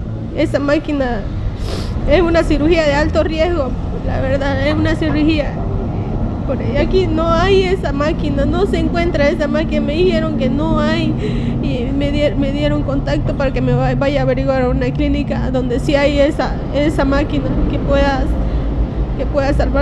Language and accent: Spanish; Charagua, Santa Cruz, Bolivia; now in Santa Cruz de la Sierra, Bolivia; vengo de una familia de bajos recursos, no soy de aquí, soy de Charagua.